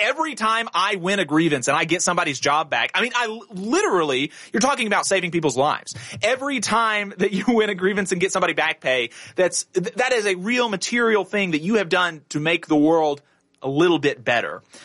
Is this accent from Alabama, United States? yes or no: yes; Huntsville, Alabama, United States; I grew up in Alabama. Born and raised Huntsville, Alabama. That's everywhere I've ever lived.